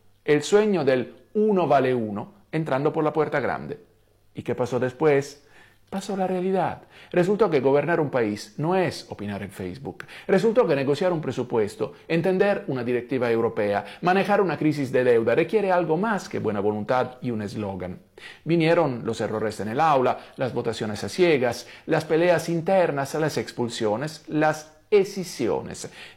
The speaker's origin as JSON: {"language": "Spanish", "country": "Italy", "said": "un experimento que ya ocurrió en mi país y que terminó como termina siempre. Italia 2009"}